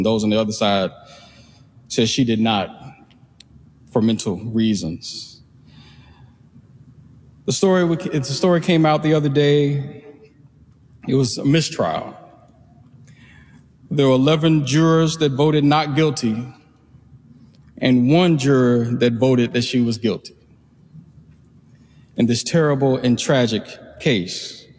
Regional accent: Tennessee, United States; If you go back to my home state, it's only 7.3 million people in the whole state. State of Tennessee.

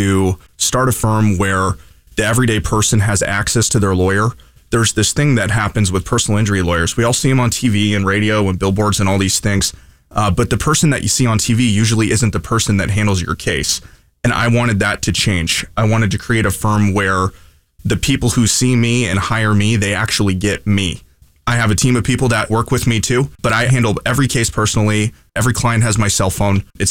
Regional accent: Las Vegas, Nevada, United States; I worked at a really big firm in my hometown, Las Vegas, for many years.

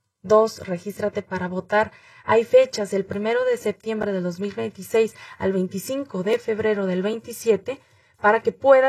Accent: Mexico; now in United States; con nosotros como mexicanos residentes en el exterior

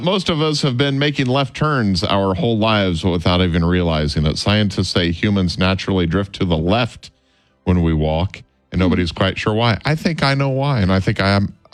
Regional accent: Illinois, United States; Yeah, my home state.

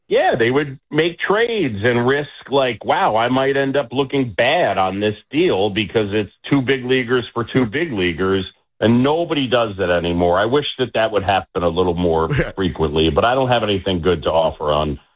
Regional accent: New York, United States; our friend Tim Sheehy, we grew up with on Roosevelt Island in New York.

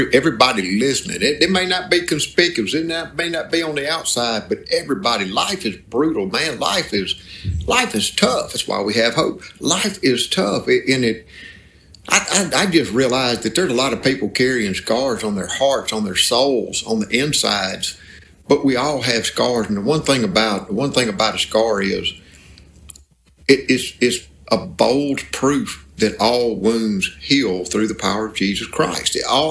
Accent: Mississippi, United States; You talk about growing up in the Mississippi Delta with my granddad, it was opening day of dove season.

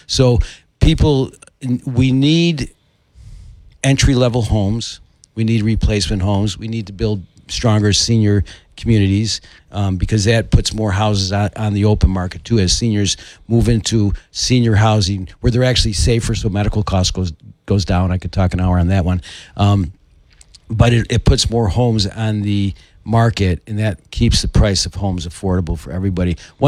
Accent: Utica, New York, United States; Well, I grew up in South Utica myself, you know, and I went to UFA, which was, considered inner city Utica.

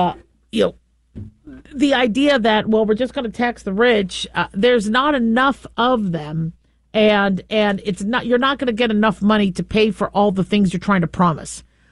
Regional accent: California, United States; born there; now in Nevada, United States; I love California. I'm from California. I was born there. I would love to move back one day

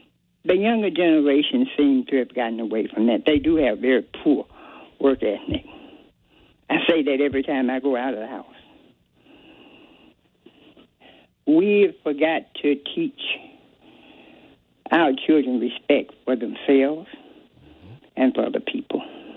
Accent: the South, United States; And I'm from the South. I was raised to care about how I did things.

